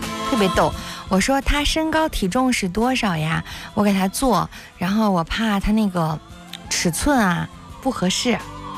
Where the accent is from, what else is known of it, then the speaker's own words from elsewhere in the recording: Shaanxi, China; 知道我是陕西人